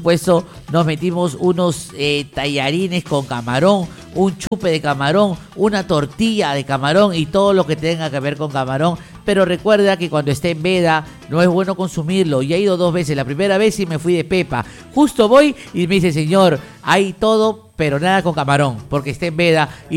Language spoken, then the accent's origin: Spanish; Acarí, Arequipa, Peru; Yo no soy de aquí, soy de Acarí. Acarí es un centro poblado de Arequipa, si no me equivoco.